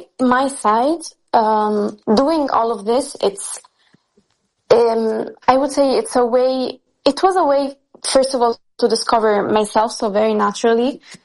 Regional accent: Lazio, Italy; first language Italian and Arabic; English is a second language; I grew up bilingual. Like, I was born in Italy, so of course school in Italian, everything in Italian, but I always used to speak Arabic at home, like, since a very, very, very young age, like since I was born. So bilingual.

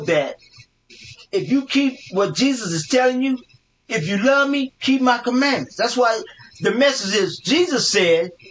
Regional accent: Oklahoma City, Oklahoma, United States; I'm from Oklahoma City, Oklahoma.

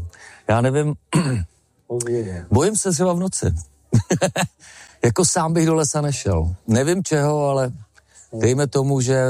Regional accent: Jičín, Hradec Králové Region, Czechia; Teďka jsme na Blatech u Jičína a já jsem se narodil tady v Jičíně, to je 12 kilometrů. Tam jsem chodil na základní školu

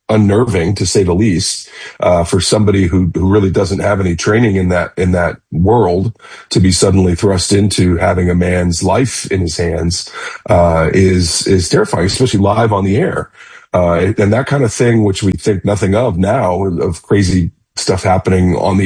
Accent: St. Louis, Missouri, United States; born or raised there

